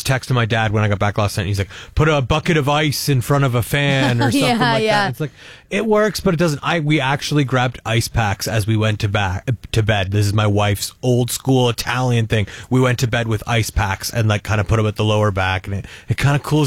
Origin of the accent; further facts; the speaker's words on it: Caledonia, Ontario, Canada; moved away; I'm from Caledonia originally.